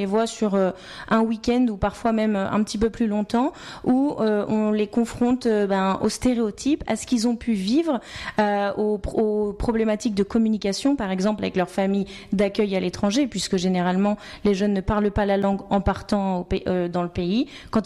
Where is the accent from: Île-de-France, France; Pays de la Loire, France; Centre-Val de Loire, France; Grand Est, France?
Pays de la Loire, France; Nantes; now in Bordeaux, France; Je suis originaire de Nantes. Maintenant, je travaille à Bordeaux, donc j'habite à Bordeaux.